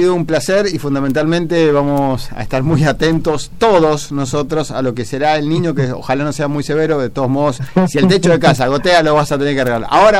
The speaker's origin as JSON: {"language": "Spanish", "region": "Mendoza", "country": "Argentina", "said": "No, somos todos mendocinos. Somos todos los mendocinos."}